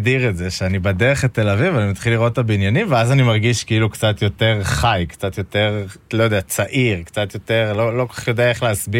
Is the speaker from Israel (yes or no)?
yes; Maoz Haim, Northern District, Israel; now in Tel Aviv, Israel; היום גר בתל אביב, אני בן העמק במקור